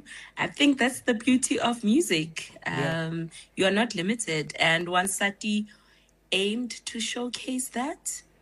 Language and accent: English; Pretoria, Gauteng, South Africa; Coming from Pretoria, I was born and bred in Pretoria, right?